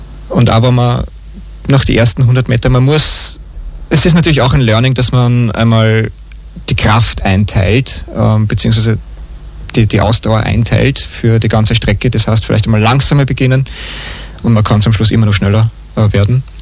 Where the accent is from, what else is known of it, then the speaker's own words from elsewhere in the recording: Asperhofen, Lower Austria, Austria; Und danach geht es weiter mit dem Lauf in meiner Heimatgemeinde in Asperhofen, auf dem Buchberg. Das ist einfach der Hausberg und da muss ich starten.